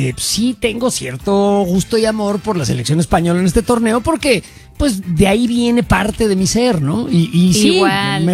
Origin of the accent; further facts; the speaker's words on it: Mexico; Muchos mexicanos tenemos